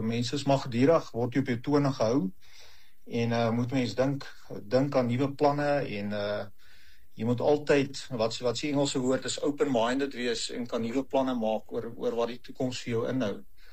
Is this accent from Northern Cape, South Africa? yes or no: no; Klerksdorp, North West, South Africa; born there; also born or lived in Kroonstad, Free State; ek is maar ook van die platteland af. Tienus, ek is in Klerksdorp vir 'n lang ruk gewees en toe in Kroonstad het ek my hoërskoolloopbaan voltooi.